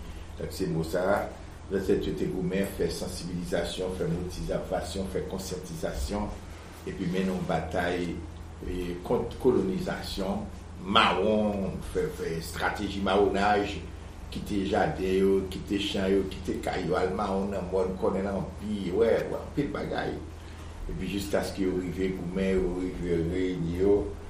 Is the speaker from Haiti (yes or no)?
yes; Haiti; now in Boston, United States; nous saluons tout le monde, en général, quel que soit à côté de vous chez nous, en Haïti